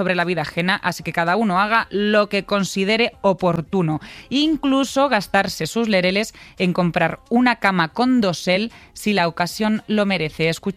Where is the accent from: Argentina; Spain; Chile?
Spain; Bueno, los españoles somos muy españoles y muy de tener mascotas